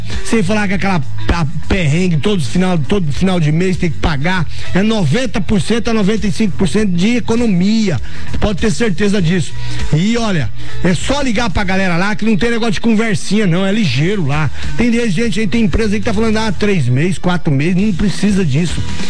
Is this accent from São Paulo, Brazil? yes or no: no; Fátima do Sul, Mato Grosso do Sul, Brazil; also born or lived in Dourados; nasci naquela região, né? Nasci em Fátima do Sul. Né? Na verdade, nasci em Dourados